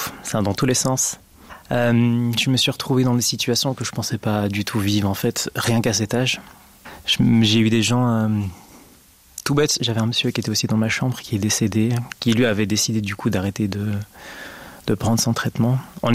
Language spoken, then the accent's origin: French; Switzerland; que ce soit chez nous en Suisse ou dans des autres pays